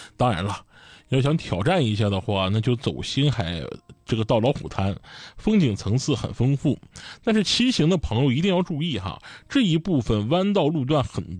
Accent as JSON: {"language": "Chinese", "town": "Dalian", "region": "Liaoning", "country": "China", "said": "咱们大连人来滨海路那叫续命"}